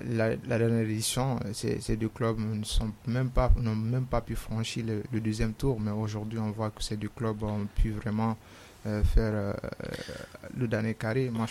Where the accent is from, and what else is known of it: Guinea